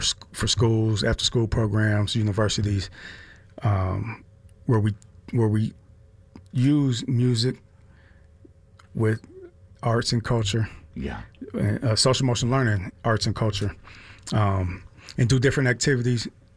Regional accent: Park Hill, United States; You know, I'm a kid from Park Hill who, you know, grew up with some of the same type of needs

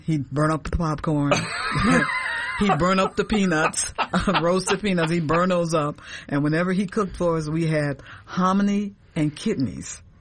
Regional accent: Detroit, Michigan, United States; now in California, United States; I left Detroit. I was born and raised in Detroit.

